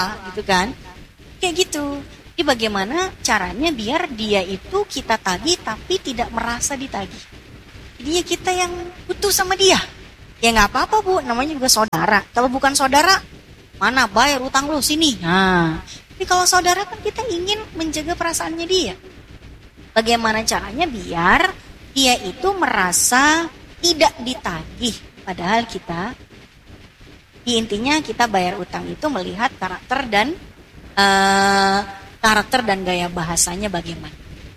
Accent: Java, Indonesia; also born or lived in Jakarta; misalnya saya nih, saya sebetulnya orang Jawa, tapi lama di Betawi.

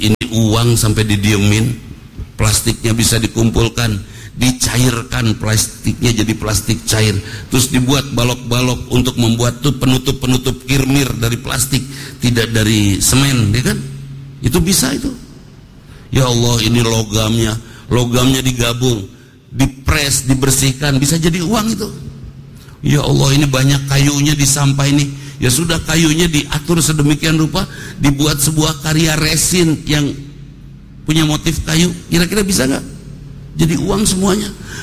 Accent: West Java, Indonesia; Aya bahasa kita orang Sunda.

